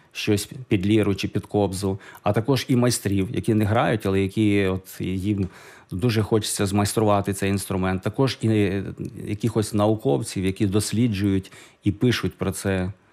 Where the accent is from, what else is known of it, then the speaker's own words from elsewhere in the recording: Kovel, Volyn Oblast, Ukraine; born there; Але мені ще було цікаво, що я от сам я народився в Ковелі.